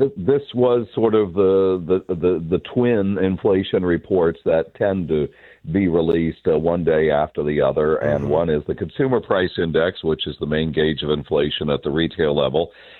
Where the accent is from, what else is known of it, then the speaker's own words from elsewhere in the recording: Kansas, United States; as a kid growing up in Kansas